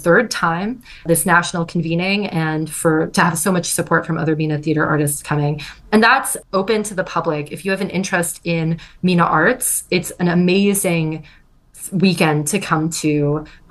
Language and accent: English; Los Angeles, California, United States; also born or lived in Cairo, Egypt; Yeah, so I grew up half in Los Angeles and half in Cairo, and I'm half white American and half Nubian Egyptian. So gratefully grew up in both places that I'm from.